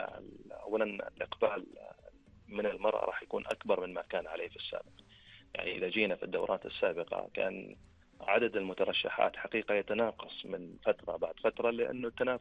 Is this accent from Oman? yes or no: yes; Oman; نحن كمجتمع عماني